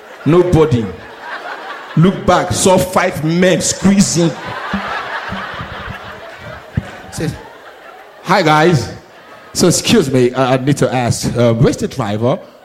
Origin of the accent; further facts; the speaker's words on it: Nigeria; I'm Nigerian. You guys know.